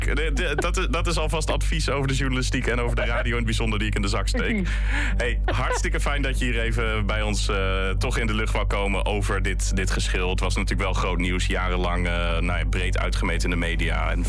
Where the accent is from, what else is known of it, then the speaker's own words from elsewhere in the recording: Groningen, Netherlands; ik ben zelf een geboren getogen Groninger en heb jarenlang in de stad gewoond.